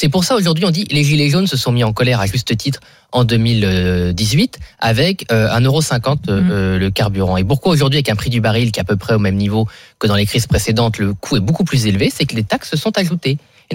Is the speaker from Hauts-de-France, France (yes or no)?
yes; Boulogne-sur-Mer, Hauts-de-France, France; born there; Moi, je suis né à Boulogne-sur-Mer, qui était le premier port de pêche français.